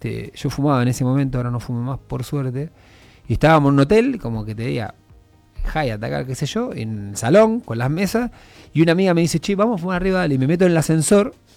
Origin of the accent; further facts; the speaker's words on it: Argentina; Soy de Argentina.